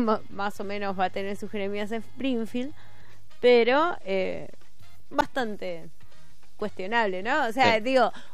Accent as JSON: {"language": "Spanish", "town": "Villa Gesell", "region": "Buenos Aires Province", "country": "Argentina", "said": "yo soy de Villa Gesell."}